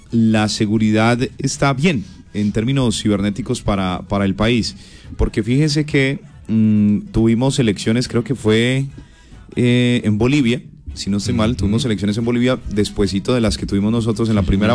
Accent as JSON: {"language": "Spanish", "country": "Colombia", "said": "desde nuestro país"}